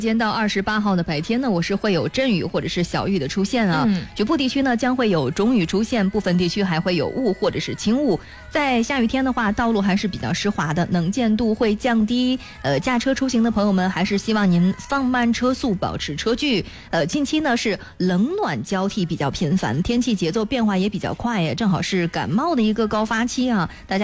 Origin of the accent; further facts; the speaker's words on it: China; 对我们中国人来说还是非常非常的这个重要的一个假期